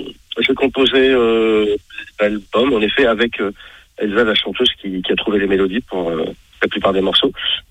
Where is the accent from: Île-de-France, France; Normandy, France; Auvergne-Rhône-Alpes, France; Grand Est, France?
Île-de-France, France; Sarcelles; j'ai vécu, j'ai grandi, je suis né à Sarcelles, dans les HLM.